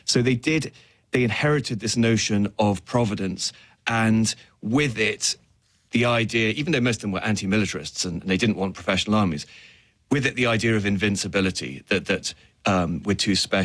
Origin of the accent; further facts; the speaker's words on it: United Kingdom; Yeah, I mean, people always expect me as a Brit to be an expert on the royal family, which I'm not.